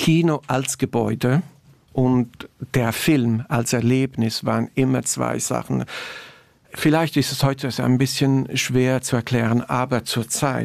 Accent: Italy; für mich als Italiener, der in Neapel ist

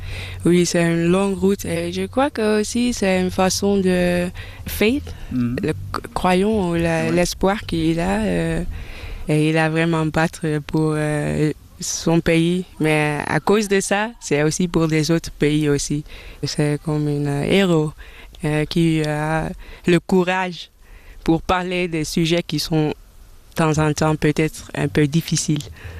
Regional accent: Amsterdam, North Holland, Netherlands; French is a second language; J'ai grandi à Amsterdam, en Hollande.

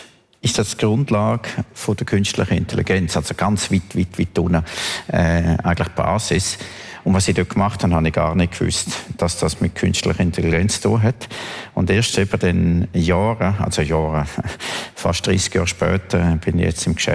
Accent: Grisons, Switzerland; born or raised there

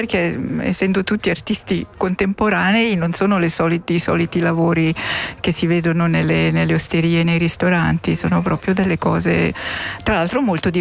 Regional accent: Ticino, Switzerland; noi siamo di Castello

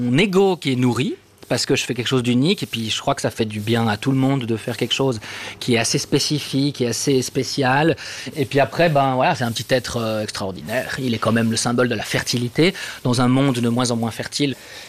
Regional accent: Geneva, Switzerland; also born or lived in Vaud; Mais je viens de Genève, je suis né au Pâquis.

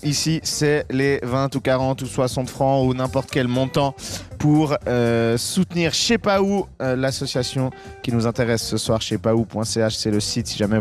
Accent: Geneva, Switzerland; Mais alors moi je suis Genevois

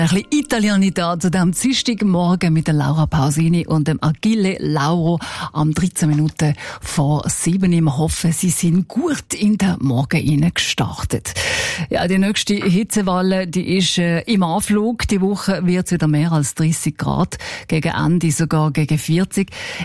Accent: Switzerland; Und bei uns in der Schweiz gibt es ja so ganz eigene Begriffe nicht, oder täusche ich mich da?

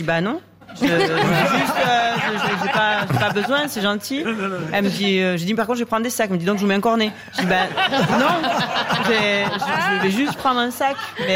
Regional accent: Avignon, Provence-Alpes-Côte d'Azur, France; now in Switzerland; Bon, moi, je viens d'Avignon, je suis française

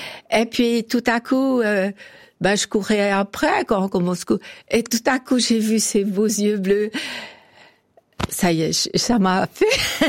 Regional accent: Porrentruy, Jura, Switzerland; also born or lived in France; J'ai grandi à Porrentruy.

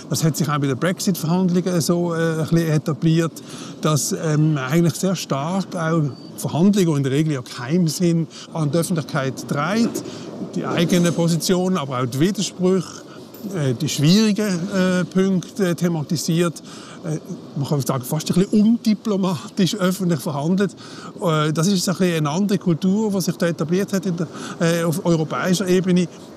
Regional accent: Switzerland; als Schweizer Journalist

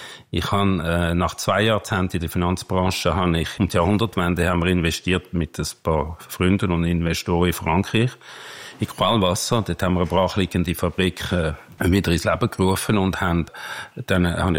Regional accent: Herliberg, Zurich, Switzerland; also born or lived in Basel; Und aufgewachsen in Herliberg, tatsächlich an der Goldküste, ab ganz oben. In Wetzwil in die Schule. Das ist sehr ländlich gewesen.

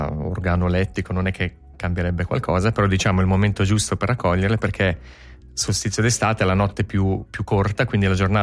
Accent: Caslano, Ticino, Switzerland; now in Basel, Switzerland; io sono ticinese, cresciuto, sì, a Caslano, però abito da 23 anni a Basilea

